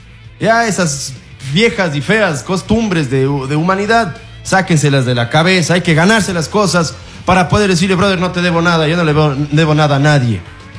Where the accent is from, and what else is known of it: Ecuador